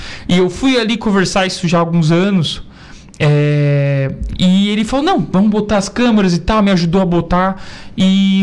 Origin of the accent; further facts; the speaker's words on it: Criciúma, Santa Catarina, Brazil; born there; Eu sou de Criciúma